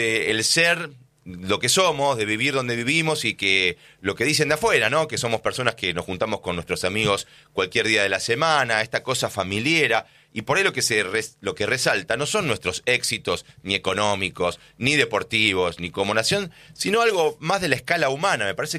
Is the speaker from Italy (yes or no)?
no; Argentina; Uno no sé si tiene una explicación como argentino